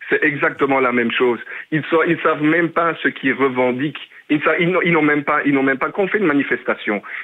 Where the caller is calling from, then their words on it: Liège, Wallonia, Belgium; je suis liégeois